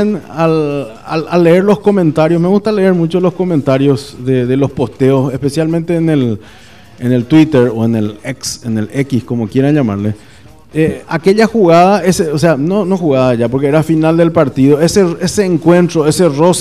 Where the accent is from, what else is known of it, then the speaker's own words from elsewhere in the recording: Asunción, Paraguay; born there; also born or lived in San Pedro department, Paraguay; También soy del interior, en serio y en broma, siempre digo, a mí me hicieron en Villa de San Pedro del Cuamandillú y por una desgracia de la vida y por un accidente de la vida, yo soy asunceno.